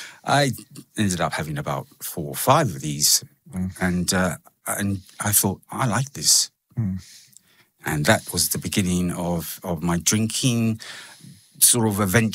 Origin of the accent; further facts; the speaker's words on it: London, United Kingdom; And but I was raised in London. I went to grammar schools, wore the uniforms, had the briefcase, did my O levels